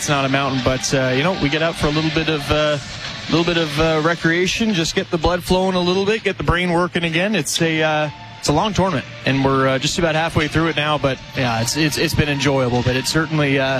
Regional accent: Canada; we're Canadian and French is a national language of Canada

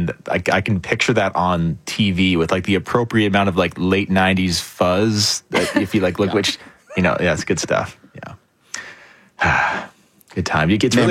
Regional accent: London, Ontario, Canada; I grew up in the London area.

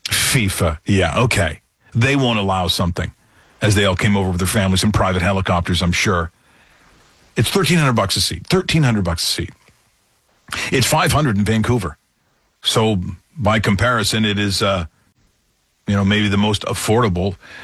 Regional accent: Ireland; Now, I'm not complaining as an Irish person that you're going to keep it up longer

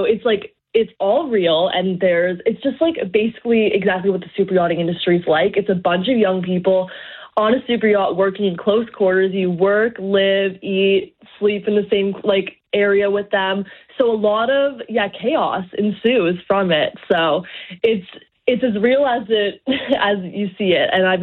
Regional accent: Dartmouth, Nova Scotia, Canada; I'm born and raised in Darwin, Nova Scotia, and I'm pretty sure I'm the only one from Nova Scotia ever on the show.

